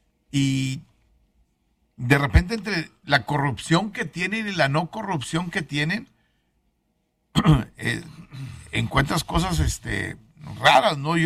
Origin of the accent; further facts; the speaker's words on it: Mexico; pues soy mexicano.